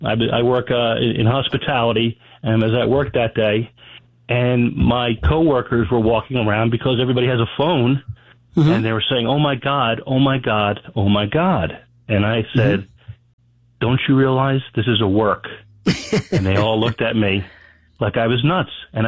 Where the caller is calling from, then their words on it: New Jersey, United States; I'm from the Jersey Shore.